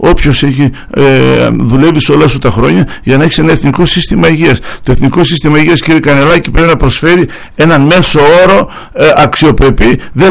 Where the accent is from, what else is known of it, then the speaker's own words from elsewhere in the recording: Greece; Ξέρετε ότι σαν Έλληνες έχουμε το υψηλότερο ποσοστό ιδιωτικών δαπανών υγείας